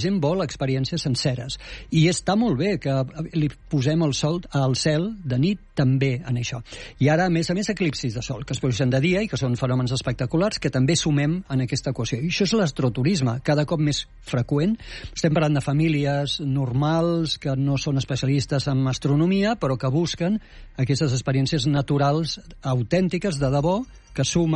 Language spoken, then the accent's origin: Catalan; Tarragona, Catalonia, Spain; born there; Mira, jo soc nascut a Tarragona i sé el que es menja allà i a les Terres de l'Ebre, la meva mare va néixer a Falset.